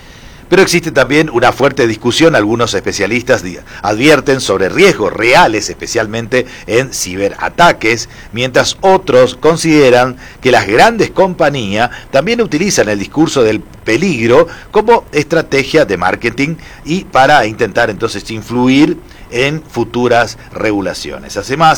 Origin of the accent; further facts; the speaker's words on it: Argentina; como ciudadanos, como argentinos